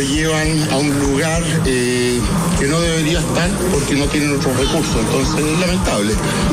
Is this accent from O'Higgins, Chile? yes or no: no; Puerto Montt, Los Lagos, Chile; como dicen en mi tierra en Puerto Montt, el que le quede bueno el poncho que se lo ponga.